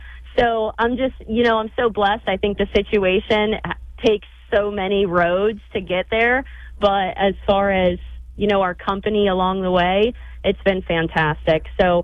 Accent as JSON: {"language": "English", "town": "Naples", "region": "Florida", "country": "United States", "said": "I was from somewhere, I'm from Naples, Florida"}